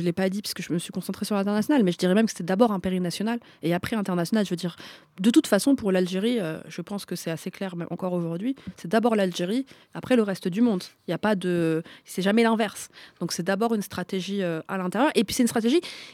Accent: Paris, Île-de-France, France; Moi, je le dis aussi d'un point de vue de franco-tunisienne. Je suis née à Paris, j'y ai grandi.

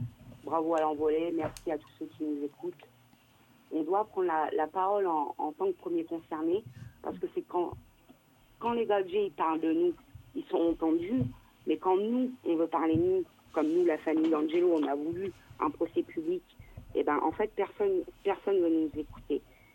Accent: France; d'années qu'on vit ça en tant que pointé du doigt, en tant qu'ethnique, en tant que voyageur, et pourtant qu'on est français.

